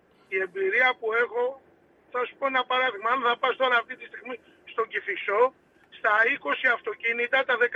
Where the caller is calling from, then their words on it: Piraeus, Attica, Greece; είμαι Πειραιώτης και τον Πειραιά τον ξέρω με κλειστά μάτια.